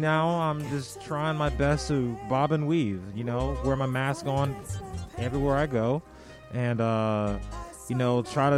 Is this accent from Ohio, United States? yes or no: yes; Warren, Ohio, United States; now in Greensboro, United States; I'm from Warren, Ohio. However, I moved to Greensboro, North Carolina back in August of 2004.